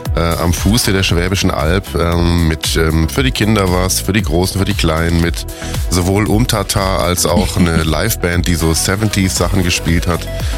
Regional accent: Italy; als Italiener ist das auch so.

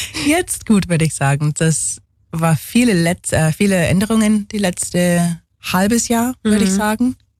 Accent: England, United Kingdom; German is a second language; now in Ulm, Germany; Meine Familie, ich bin Engländerin, meine Familie ist in England, in London meistens.

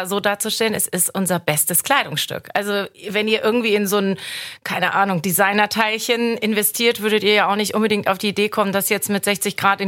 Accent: Hamburg, Germany; Mein Gott, ich bin Hamburger, ich kenne John Stimmel nun auch schon so lange.

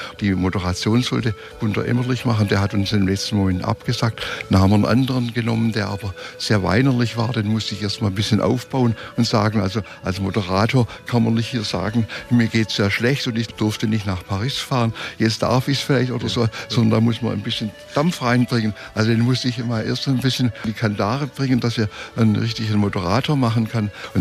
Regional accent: Berlin, Germany; Also ich bin Berliner, also ich gehöre nach Berlin.

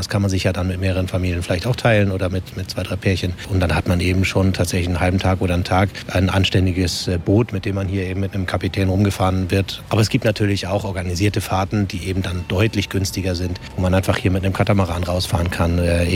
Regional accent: Flensburg, Schleswig-Holstein, Germany; Ja, ich komme ursprünglich aus dem Norden, aus Flensburg.

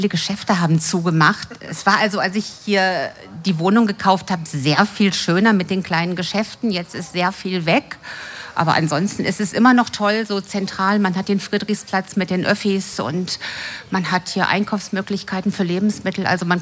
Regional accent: Duisburg, North Rhine-Westphalia, Germany; born there; also born or lived in Neumühl, Duisburg; Geboren in Meiderich, da gewohnt, dann nach Neumühl gezogen und jetzt in Ruhrort und da bleibe ich auch.

